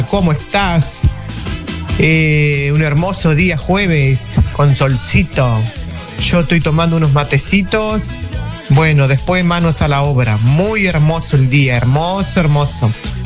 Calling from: Balcarce, Buenos Aires Province, Argentina; de Balcarce.

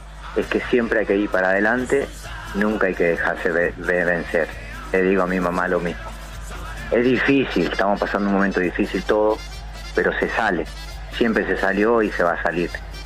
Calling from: Santa Fe, Argentina; somos santafesinos igual.

